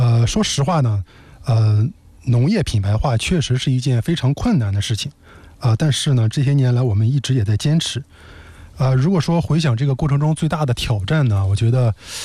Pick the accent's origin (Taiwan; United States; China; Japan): China; Pingyin, Shandong; 我就是土生土长的平阴人。